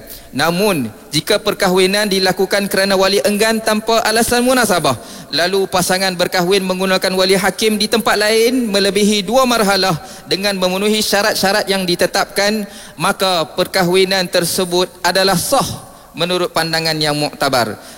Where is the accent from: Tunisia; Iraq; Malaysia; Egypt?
Malaysia; Penang; اللهم اجعل بلدنا ماليزيا خصوصا ولاية بولو بينانغ آمنا مطمئنا